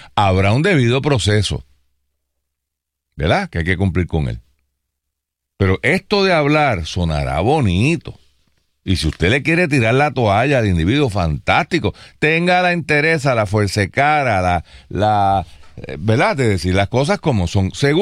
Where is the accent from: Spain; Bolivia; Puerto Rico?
Puerto Rico; En nuestro país hay una presunción de culpabilidad en el foro político